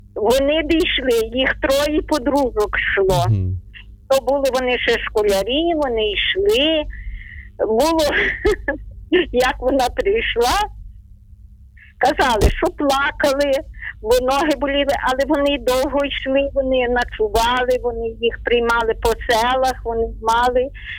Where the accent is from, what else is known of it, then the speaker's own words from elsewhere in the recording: Ternopil Oblast, Ukraine; Я з Тернопільщини, пішу не ходила, але хочу сказати, в нас є ще одна роща греко-католицька.